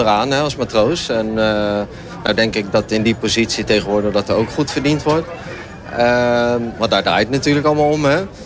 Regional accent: Rotterdam, South Holland, Netherlands; Dus ik kom uit Rotterdam, ik woon in Rotterdam.

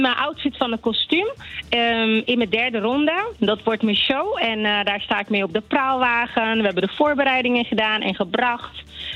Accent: Rotterdam, South Holland, Netherlands; Ja, ik ben geboren in Nederland, getogen in Rotterdam. Enkel mijn roots zijn van Curaçao en Sint Maarten.

